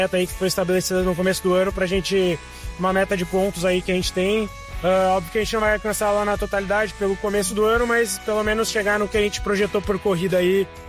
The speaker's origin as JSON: {"language": "Portuguese", "town": "Santa Cruz do Sul", "region": "Rio Grande do Sul", "country": "Brazil", "tie": "born or raised there", "moved": "yes", "said": "Eu nasci em Santa Cruz e cresci lá. Então, mesmo que hoje eu não seja mais morando lá"}